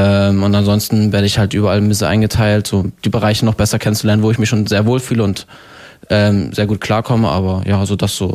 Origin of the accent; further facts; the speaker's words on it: Brandenburg, Germany; ich bin 22, bin jetzt dann dementsprechend seit 22 Jahren hier im Spreewald